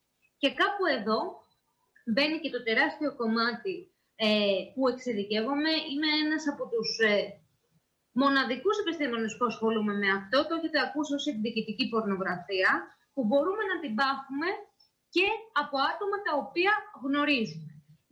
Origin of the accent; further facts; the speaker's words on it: Greece; σαν Έλληνες, έχουμε λίγο την υπερβολή στο κεφάλι μας